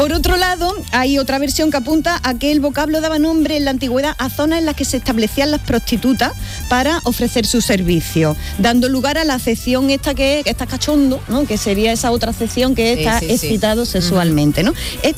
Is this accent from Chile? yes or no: no; Jaén, Andalusia, Spain; Yo como soy de Jaén, a mí los ríos. Yo veo un río y me tiro.